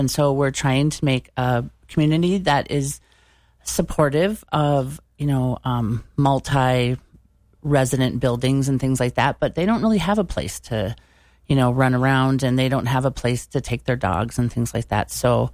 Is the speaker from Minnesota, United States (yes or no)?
yes; Maple Grove, Minnesota, United States; now in Bovey, United States; I grew up in Maple Grove, right? So, but at that time it wasn't a big city. It was small town feel, and it was all cornfields